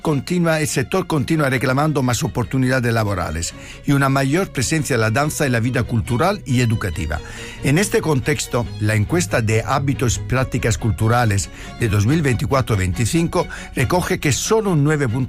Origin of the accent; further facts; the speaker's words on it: Francavilla Fontana, Apulia, Italy; Spanish is a second language; now in Madrid, Spain; coreógrafo, que además es de mi pueblo, de Francavilla Fontana. Así que hoy un programa de emociones, de pasión, y hasta con un paisano de mi pueblo que ha acabado como yo en Madrid.